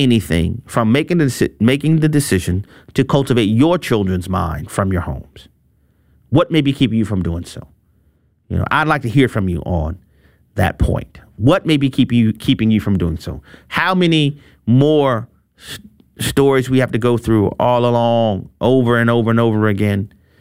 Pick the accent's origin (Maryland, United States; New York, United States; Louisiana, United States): Louisiana, United States; my home state